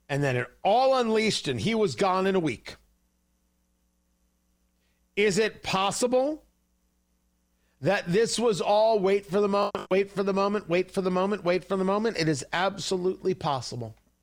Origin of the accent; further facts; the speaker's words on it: Indianapolis, Indiana, United States; In my hometown, there is, all right, I'm just in the Indianapolis area, we'll say.